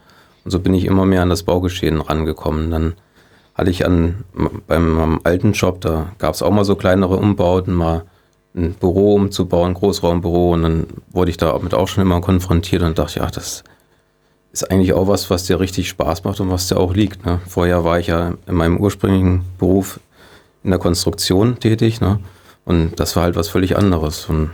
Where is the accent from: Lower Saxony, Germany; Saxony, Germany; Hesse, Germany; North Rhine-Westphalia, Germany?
Hesse, Germany; Niederhone; Und das war ich damals auch in meinem Heimatort in Niederhohne.